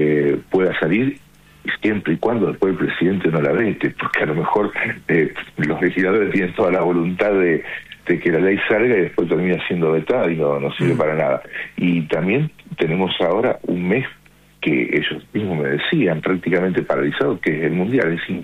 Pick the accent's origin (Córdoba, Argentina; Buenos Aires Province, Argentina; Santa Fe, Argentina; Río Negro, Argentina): Santa Fe, Argentina; Rosario; born there; Yo he nacido en la ciudad de Rosario, vivo en la ciudad de Rosario.